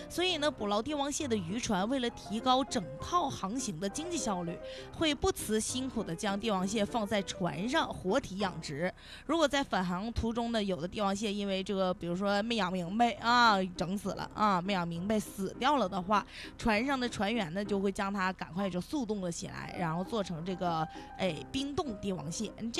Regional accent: China; 我们中国人

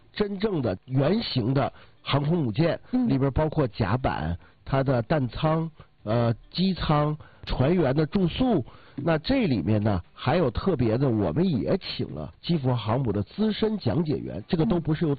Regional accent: Tianjin, China; 我们天津人讲话这个叫当当吃海鲜

